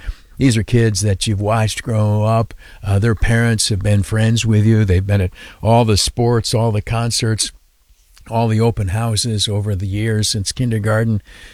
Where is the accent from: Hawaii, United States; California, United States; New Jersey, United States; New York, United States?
New York, United States; Canisteo, Steuben County; moved away; my hometown, Canastillo, New York, Steuben County, where I grew up.